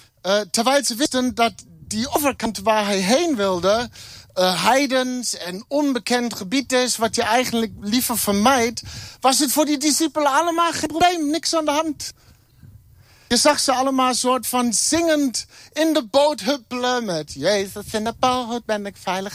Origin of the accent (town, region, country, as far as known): Germany; Dutch is a second language; moved away as an adult; now in Netherlands